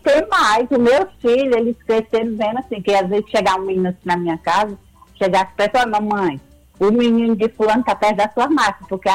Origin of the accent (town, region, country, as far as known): Canindé, Ceará, Brazil; born there; now in Fortaleza, Brazil